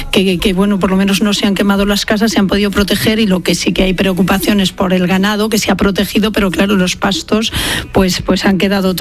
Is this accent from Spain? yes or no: yes; Guadalajara, Castilla-La Mancha, Spain; Sí, yo soy de Guadalajara